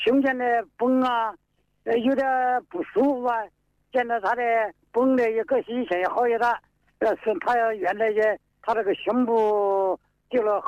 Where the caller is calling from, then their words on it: Zhongxiang, Hubei, China; 我中江石牌子